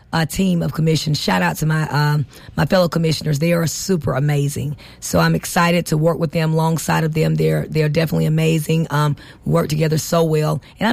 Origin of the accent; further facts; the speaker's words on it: United States; And I was born and raised in District 1, so I love District 1. You know, a product of District 1, right?